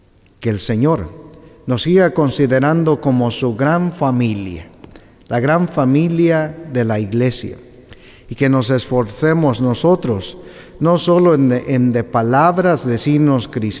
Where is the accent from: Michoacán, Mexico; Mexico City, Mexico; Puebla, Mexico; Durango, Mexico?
Michoacán, Mexico; Ario de Rosales; Yo, por ejemplo, soy de Ario de Rosales, de Michoacán, y de ahí es